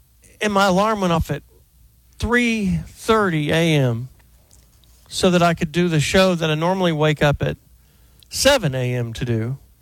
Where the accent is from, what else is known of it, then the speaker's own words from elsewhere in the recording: Texas, United States; And the Californians don't realize it, but you really realize it as a Texan.